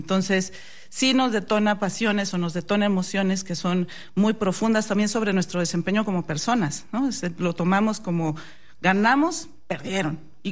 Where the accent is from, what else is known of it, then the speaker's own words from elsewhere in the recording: Mexico; nuestro temperamento como mexicanos.